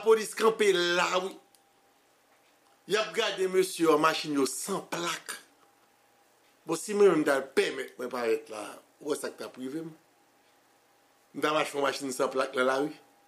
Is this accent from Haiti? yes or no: yes; Haiti; Moi, je suis de Haïtien.